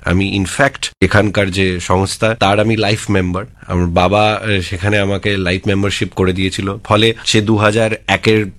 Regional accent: Kolkata, West Bengal, India; also born or lived in Khardah; আমার ছোটবেলাটা কেটেছে মূলত লেক গার্ডেন্সে, আমি কলকাতাতে, সাউথ কলকাতায় লেক গার্ডেন্সই আমার বড় হয়ে ওঠা। কিন্তু তার সাথে আমার মামার বাড়ি হলো খড়দা, ঠিক সোদপুর ক্রস করি তারপরে স্টেশন, তো সেখানে আমি অনেকটা সময় কাটিয়েছি আমার ছোটবেলায়

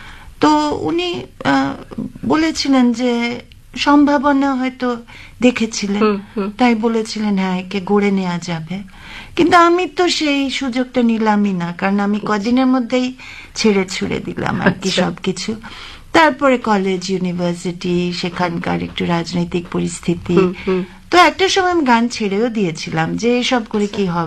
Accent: Shillong, Meghalaya, India; আমি শিলংয়ে বড় হয়েছি

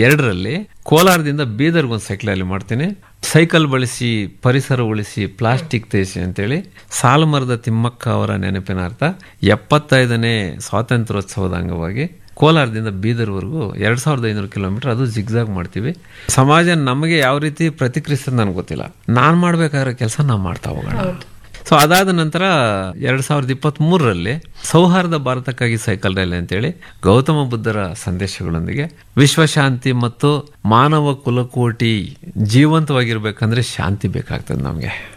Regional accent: Birmanahalli, Karnataka, India; ನನ್ನ ಬೀರ್ಮಾನಹಳ್ಳಿ ನನ್ನ ಗ್ರಾಮಕ್ಕೆ

